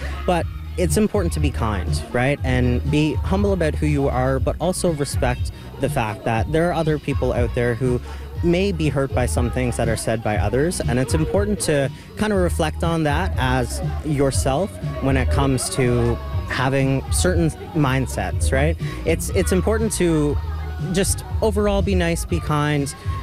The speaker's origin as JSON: {"language": "English", "town": "Happy Valley-Goose Bay", "region": "Newfoundland and Labrador", "country": "Canada", "said": "I'm from Happy Valley Goose Bay, family's from Labrador"}